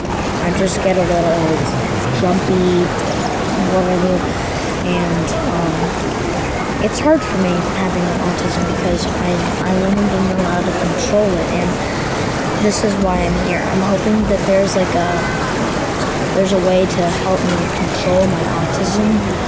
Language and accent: English; McLean, Virginia, United States; I'm 10 years old, I'm from McLean, Virginia.